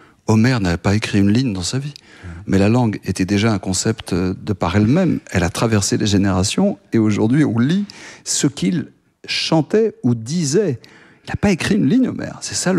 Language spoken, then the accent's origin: French; France; born there